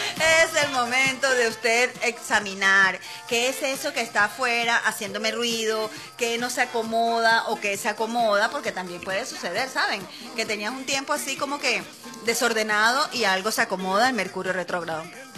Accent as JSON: {"language": "Spanish", "town": "Puerto Píritu", "region": "Anzoátegui", "country": "Venezuela", "said": "mi pueblo ha salido adelante, gracias a Dios."}